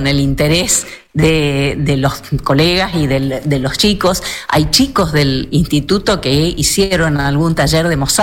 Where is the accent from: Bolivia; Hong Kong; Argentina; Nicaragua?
Argentina; Presidencia Roque Sáenz Peña, Chaco; un compoblano mío, sanespeñense